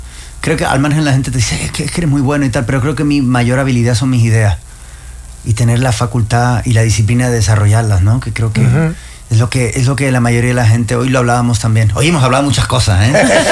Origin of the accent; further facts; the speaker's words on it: Spain; Y yo, de hecho, soy un español que siento un profundo amor por mi país